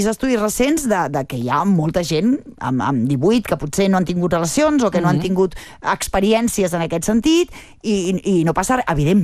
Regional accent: Barcelona, Catalonia, Spain; Jo que sóc de Barcelona.

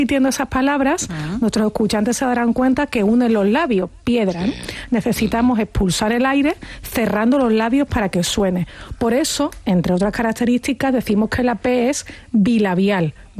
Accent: Andalusia, Spain

